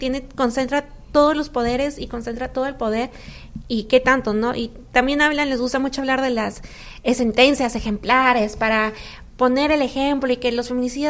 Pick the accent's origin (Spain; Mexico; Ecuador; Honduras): Mexico; Tijuana, Baja California; Ay, que soy de Tijuana.